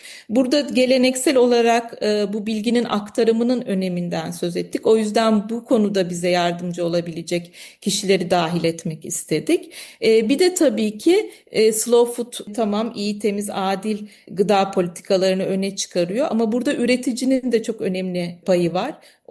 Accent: Marmara Island, Balıkesir, Turkey; Merhaba tekrar, iyi akşamlar herkese. Ben Marmara Adalıyım.

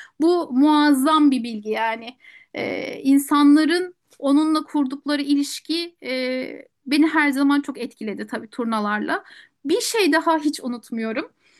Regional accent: Muğla, Turkey; Şimdi ben Muğla'lıyım ve şu ana kadar orada turna olduğunu hiç duymadım.

